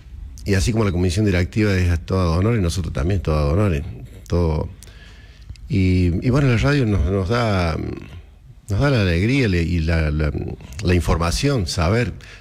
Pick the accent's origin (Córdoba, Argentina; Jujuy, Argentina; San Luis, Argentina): Córdoba, Argentina; Monte del Rosario; mamá hija de italianos. Pero siempre tuve el campo en la zona rural. El pueblito donde yo nací se llama Monte del Rosario, pueblito de 150 habitantes.